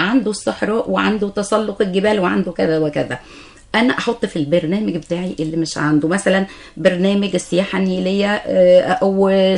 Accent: Egypt

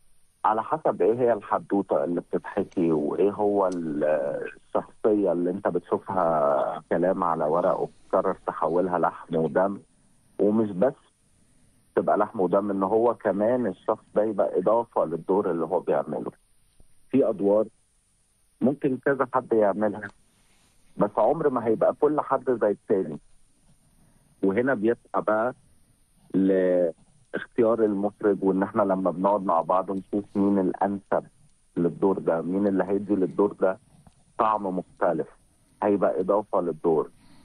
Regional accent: Egypt; زمان كان عندنا في مصر

